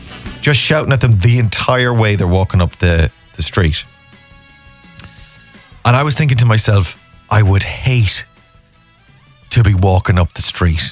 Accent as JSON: {"language": "English", "region": "Connacht", "country": "Ireland", "said": "in the context of I'm from Mayo and we've got the game."}